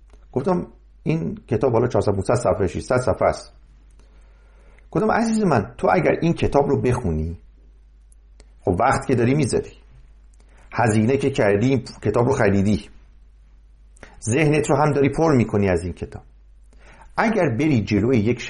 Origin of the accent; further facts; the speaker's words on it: Mazandaran, Iran; من چون مازندرانی هستم